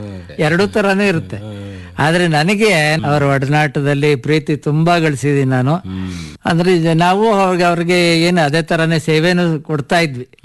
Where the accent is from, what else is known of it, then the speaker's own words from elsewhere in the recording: Chikka Hejjaji, Karnataka, India; also born or lived in Bengaluru; ನಾನು actually ಬೆಂಗಳೂರಿನವನು, Bengaluru district ಅಲ್ಲಿ ಚಿಕ್ಕ ಹೆಜ್ಜಾಜಿ ಅಂತ ದೊಡ್ಡಬಳ್ಳಾಪುರ ತಾಲೂಕಿನಿಂದ ನಾನು ಹುಟ್ಟಿ ಬೆಳೆದಿರೋದು. ಆದ್ರೂ ಕೂಡ ನಗರದಲ್ಲೇನೆ ನಂದು ಬೆಳವಣಿಗೆ ಎಲ್ಲ, ನನ್ನ ಚೈಲ್ಡ್ಹುಡ್ ಆಗ್ಲಿ ಕಾಲೇಜ್ ಡೇಸ್ ಅಲ್ಲಿ ಎಲ್ಲಾನು ಇಲ್ಲೇ ಕಳೆದಿರೋದು.